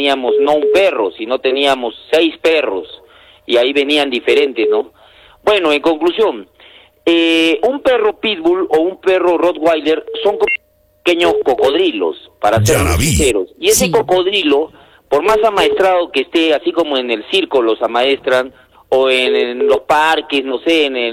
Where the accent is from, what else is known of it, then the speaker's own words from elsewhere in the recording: Camaná, Arequipa, Peru; born there; now in Characato, Peru; Yo me he criado en Camaná en mi infancia, y en Camaná, parte de mi infancia